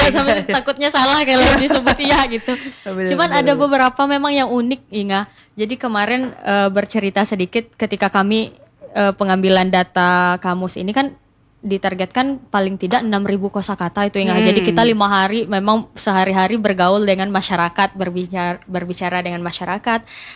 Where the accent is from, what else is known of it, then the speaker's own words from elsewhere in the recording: Kerinci, Jambi, Indonesia; first language Kerinci; Indonesian is a second language; moved away as an adult; now in Bengkulu, Indonesia; kebetulan saya orang Kerinci, penutur asli bahasa Kerinci, Jambi.